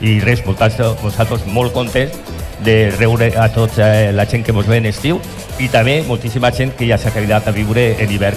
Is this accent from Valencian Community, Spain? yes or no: yes; El Perelló, Valencian Community, Spain; d'on eres? Del Perelló.